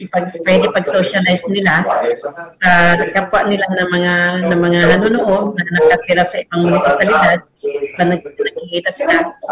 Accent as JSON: {"language": "Tagalog", "region": "Mimaropa", "country": "Philippines", "said": "dito sa amin sa Oriental Mindoro"}